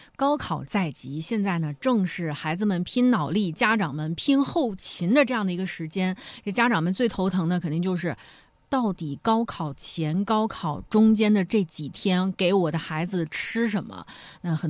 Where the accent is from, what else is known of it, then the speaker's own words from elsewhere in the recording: Zhengzhou, Henan, China; moved away; 我老家是河南郑州，我们那儿其实是以面食为主